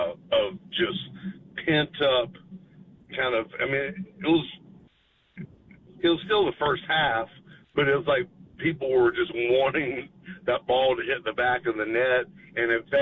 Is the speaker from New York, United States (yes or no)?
no; Columbia, South Carolina, United States; I've got a couple degrees from South Carolina. I'm from Columbia.